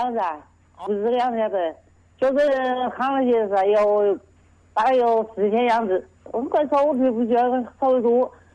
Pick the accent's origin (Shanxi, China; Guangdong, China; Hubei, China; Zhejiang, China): Hubei, China; Dongxihu; 就在东西湖。